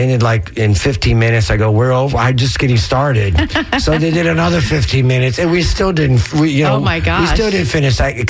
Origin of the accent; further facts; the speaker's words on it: Tampa, Florida, United States; I mean, we grew up here in Tampa, just like even in Miami